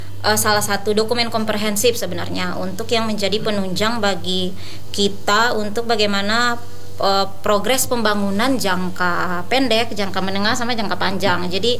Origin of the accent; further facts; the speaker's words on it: Maluku, Indonesia; Asalnya dari Maluku.